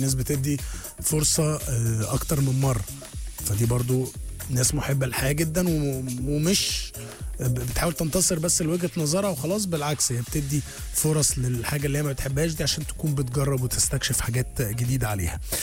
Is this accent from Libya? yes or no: no; Egypt